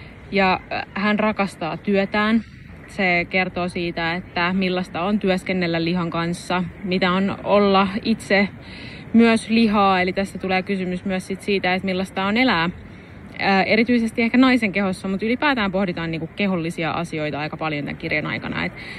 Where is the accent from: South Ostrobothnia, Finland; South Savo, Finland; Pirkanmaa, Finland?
Pirkanmaa, Finland; Valkeakoski; moved away; Mä oon kotoisin Valkeakoskelta Suomesta, siellä mä oon syntynyt, nykyään mä asustelen sitten muualla.